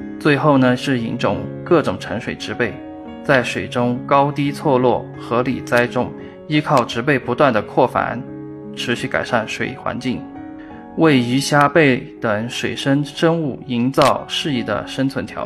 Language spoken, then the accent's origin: Chinese; Kunming, Yunnan, China; 我从小就在滇池边长大，滇池就是我们昆明人的母亲湖